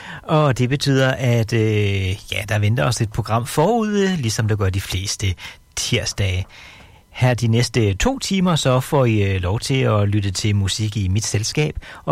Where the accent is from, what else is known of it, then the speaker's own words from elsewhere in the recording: Sønderholm, North Denmark Region, Denmark; i Sønderholm, hvor jeg kommer fra, der lider fastelavn absolut ingen nød.